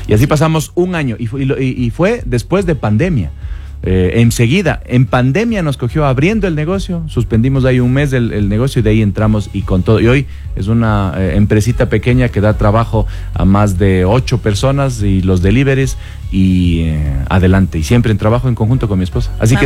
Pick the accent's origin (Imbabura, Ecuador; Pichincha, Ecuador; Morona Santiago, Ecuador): Imbabura, Ecuador; Ibarra; Cuando yo estaba muy chiquito aquí en Ibarra, viajábamos bastante a Quito porque los familiares de mi mamá vivían por allá y trasladábamos allá. Pero yo siempre, querendón de mi tierra